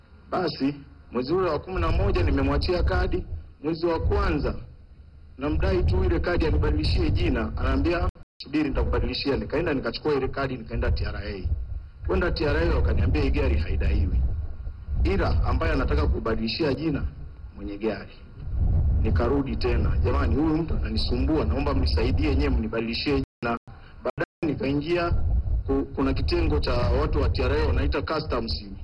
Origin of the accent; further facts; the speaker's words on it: Mbeya, Tanzania; Mimi hapa nimetokea Mbeya.